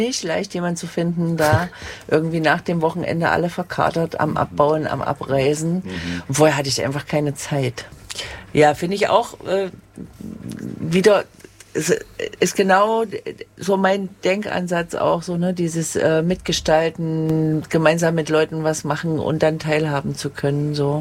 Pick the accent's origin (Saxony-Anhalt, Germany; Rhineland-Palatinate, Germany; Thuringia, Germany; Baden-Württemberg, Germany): Saxony-Anhalt, Germany; Halle; ich komme aus Halle und Sachsen-Anhalt